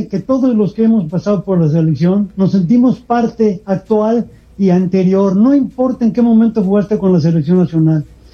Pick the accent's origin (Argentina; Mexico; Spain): Mexico; lo que somos los mexicanos